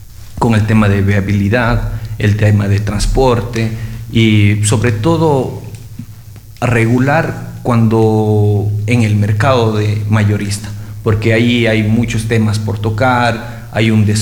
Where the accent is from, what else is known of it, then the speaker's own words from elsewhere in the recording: Loja, Ecuador; yo vengo de Sumaypamba. Es una parroquia sumamente productiva